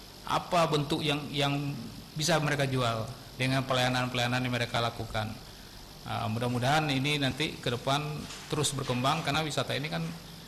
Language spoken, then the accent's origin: Indonesian; Kampar, Riau, Indonesia; Kampar ini, kita kalau kita lihat budaya kita agak berbeda dengan Rengat